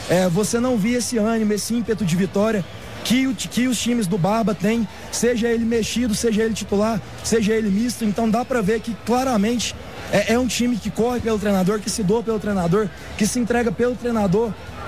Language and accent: Portuguese; Pompeu, Minas Gerais, Brazil; sou de Pompeu, Minas Gerais.